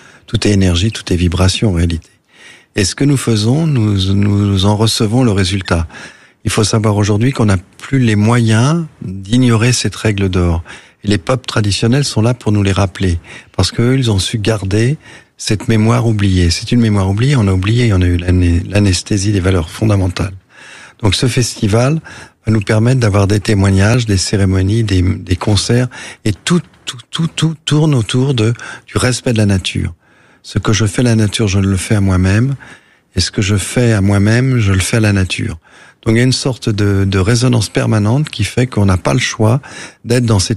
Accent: Moguériec, Brittany, France; je suis breton. Ma terre, elle est dans le Finistère Nord, près de Saint-Paul-de-Léon, Roscoff, un petit village moguériec, dans la baie de Morlaix. Il y a l'île de Bas.

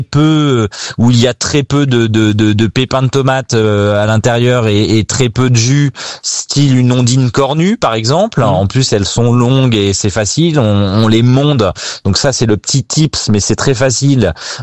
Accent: Normandy, France; parce que je suis normand et que j'adore l'acidité.

